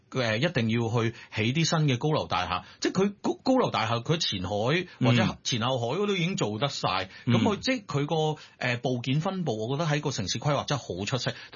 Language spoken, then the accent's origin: Cantonese; Guangdong, China; 咁但係我哋廣東人食粵菜，粵菜好精湛㗎嘛